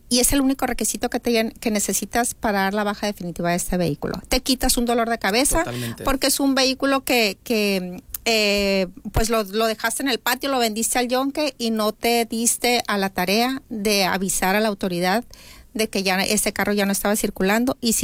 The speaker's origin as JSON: {"language": "Spanish", "region": "Sinaloa", "country": "Mexico"}